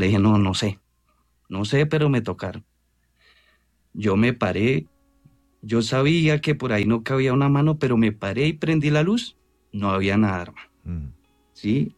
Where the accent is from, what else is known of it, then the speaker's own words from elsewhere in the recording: Barbosa, Santander, Colombia; en un guamo que llamamos en Santander, yo soy santandereano de Barbosa